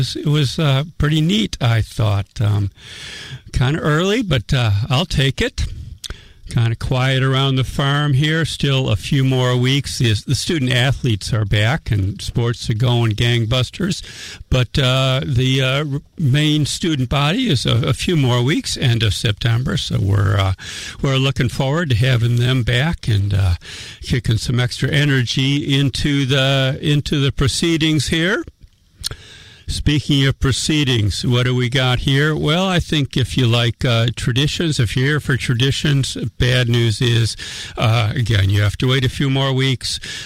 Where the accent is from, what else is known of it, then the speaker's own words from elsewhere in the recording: Chicago, Illinois, United States; moved away; here's a great fiddle player from my hometown, Chicago